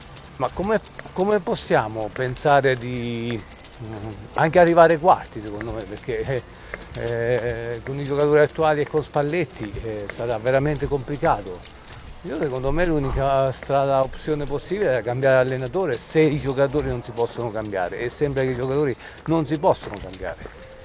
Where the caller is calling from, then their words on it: Macerata, Marche, Italy; di Macerata